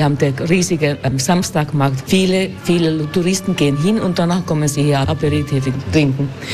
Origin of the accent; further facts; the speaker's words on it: Finland; German is a second language; now in Italy; Ich komme aus Finnland, ja. Bin mit den 3 Weihnachtsmann hier gelandet und bei geblieben einfach.